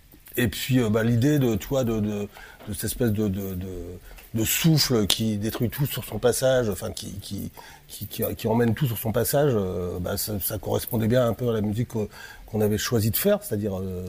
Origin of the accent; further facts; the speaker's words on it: Lille, Hauts-de-France, France; Nous, on est de Lille, tu vois, on vient pas des mines, enfin du côté Pas-de-Calais.